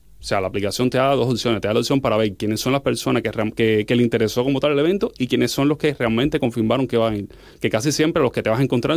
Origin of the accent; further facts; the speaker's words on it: Cuba; moved away as an adult; also born or lived in Madrid; now in Gijón, Spain; Soy de Cuba.